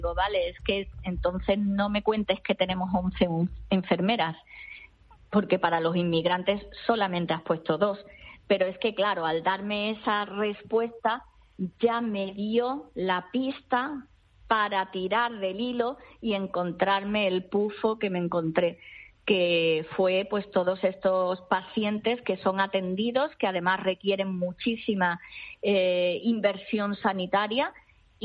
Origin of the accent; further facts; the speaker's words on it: Ceuta, Spain; yo eso en mi tierra, que es Ceuta, es llamarme exagerada.